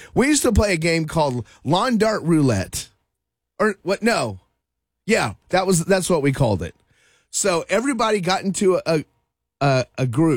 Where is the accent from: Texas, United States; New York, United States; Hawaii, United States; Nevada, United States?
Texas, United States; Memphis; moved away; a little town in the Texas panhandle called Memphis, Texas.